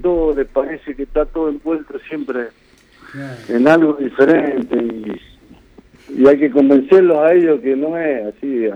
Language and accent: Spanish; Argentina; cómo somos los argentinos